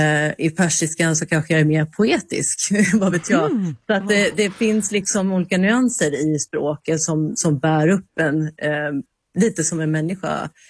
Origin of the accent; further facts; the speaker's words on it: Sweden; Men jag är ju uppvuxen i Sverige och född här, så att ja, det är väldigt närvarande.